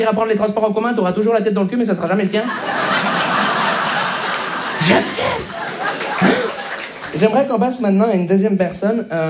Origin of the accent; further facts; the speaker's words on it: Montreal, Quebec, Canada; Bonjour, je me présente. … je viens de Montréal.